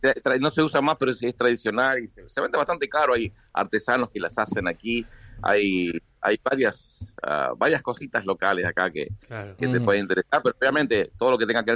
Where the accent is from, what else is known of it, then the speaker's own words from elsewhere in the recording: Comodoro Rivadavia, Chubut, Argentina; born there; moved away; En Chubut, en Comodoro.